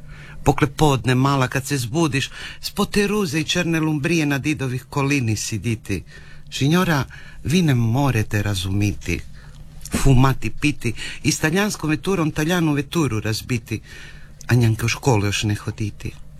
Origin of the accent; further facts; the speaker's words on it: Brajkovići, Istria County, Croatia; born there; kako ja sam rođen u Brajkovići i Stavan u Brajkovići i taci i mati su mi puštili tu rodnu hižu i valje 400 lida smo tote.